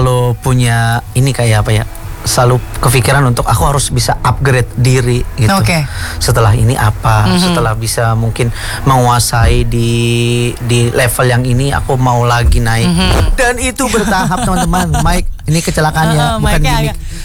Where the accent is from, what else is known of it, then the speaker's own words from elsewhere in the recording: Mojokerto, East Java, Indonesia; Waktu itu Mojokerto kak, aku kan lahir di Mojokerto, Jawa Timur.